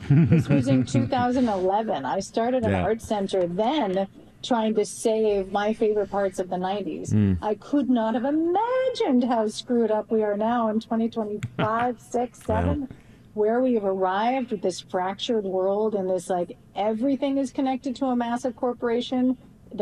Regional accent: Canada; Like, my parents, I was raised in Canada, fully indoctrinated to doubt everything in the U.S.

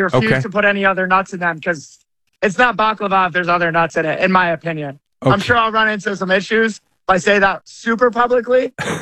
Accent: New Jersey, United States; So I grew up in the Kingdom of New Jersey as a Nets fan.

